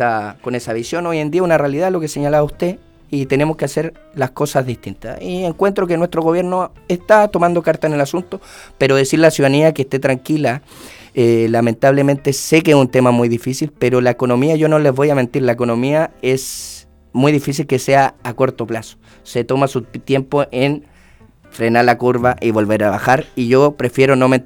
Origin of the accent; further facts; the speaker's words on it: Osorno, Los Lagos, Chile; yo soy de Osorno